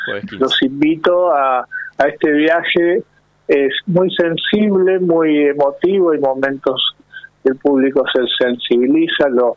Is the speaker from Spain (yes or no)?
no; Ramos Mejía, Buenos Aires Province, Argentina; Soy de Buenos Aires, de Buenos Aires. De Ramos Mejía, la provincia de Buenos Aires.